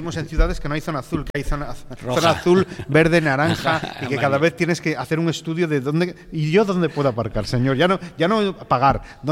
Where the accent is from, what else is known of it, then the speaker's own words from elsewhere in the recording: Cantabria, Spain; moved away as an adult; now in Madrid, Spain; Porque entre que soy de Cantabria, pero llevo veintipico años fuera de Cantabria. Vine a vivir aquí, pero después me fui a Madrid y vivo entre Madrid